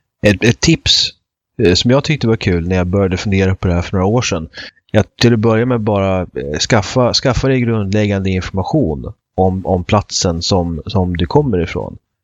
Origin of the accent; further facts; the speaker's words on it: Uppsala, Uppsala County, Sweden; jag är född och uppvuxen i Eriksberg i Uppsala. Men jag skulle också kunna säga att jag kommer från Bonkyrka socken i Ulleråkers härad i Tiundaland i Svitjod.